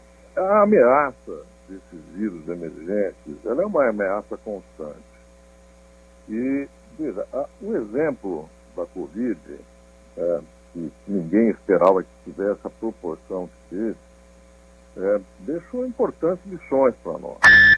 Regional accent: Batatais, São Paulo, Brazil; moved away; also born or lived in Ribeirão Preto; Não sou de Ribeirão, sou de Batatais, mas toda a minha vida profissional foi feita em Ribeirão Preto.

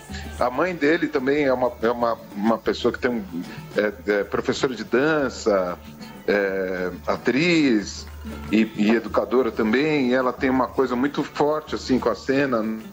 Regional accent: São Paulo, Brazil; Eu sou paulistano da Gema, né?

